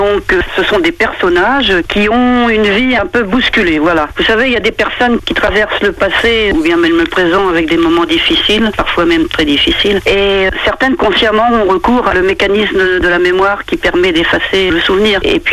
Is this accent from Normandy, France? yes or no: yes; Pont-d'Ouilly, Normandy, France; born there; Je suis née à Pondouilly, donc en plein milieu de la Suisse normande.